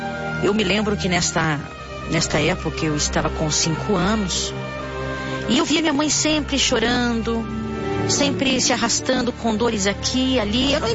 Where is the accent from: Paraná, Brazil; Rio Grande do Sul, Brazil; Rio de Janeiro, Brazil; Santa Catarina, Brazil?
Paraná, Brazil; Morretes; born there; Nasci na cidade de Sarapiá, em Morretes, Baixada Paranaense. Uma família simples, não conhecedora do Evangelho.